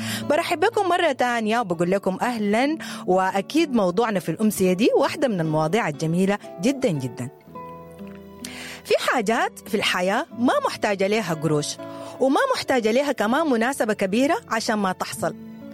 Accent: Sudan; moved away; عايشين في ظروف استثنائية، في شتات، في لجوء، في نزوح، فكأننا بنأجل الفرح لوقت تاني. أقول كده لما أرجع بلدي السودان أفتح باب بيتي

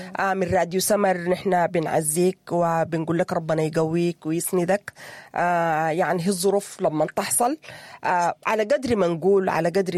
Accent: Sudan; moved away; إحنا كسودانيين

